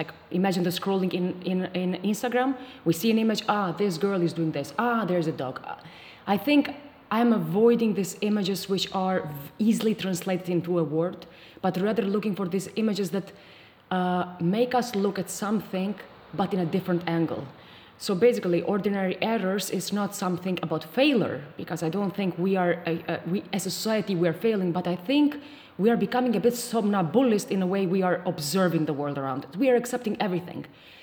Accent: Kosovo; I knew that I want to make films in Kosovo, because I'm from Kosovo.

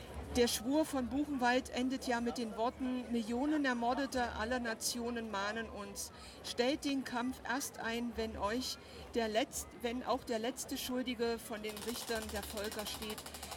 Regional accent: Weimar, Thuringia, Germany; moved away; Ich komme ja aus Weimar.

